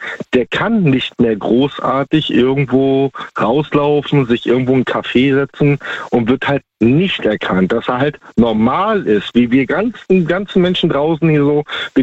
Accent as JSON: {"language": "German", "region": "Baltic coast", "country": "Germany"}